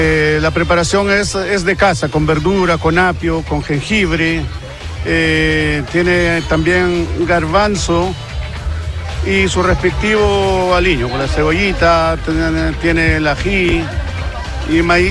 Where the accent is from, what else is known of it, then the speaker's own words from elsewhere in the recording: Peru; now in Curicó, Chile; No, soy peruano. Vivimos harto tiempo acá en Curicó.